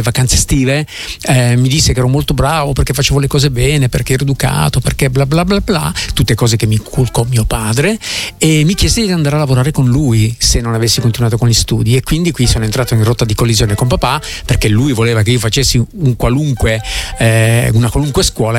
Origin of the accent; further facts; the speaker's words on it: Genoa, Liguria, Italy; born there; also born or lived in Savona; Siamo a Genova, sono nato a Genova